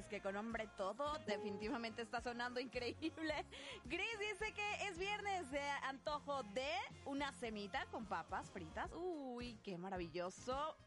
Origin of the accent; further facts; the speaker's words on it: Puebla, Mexico; Siento que sí he fallado como poblana.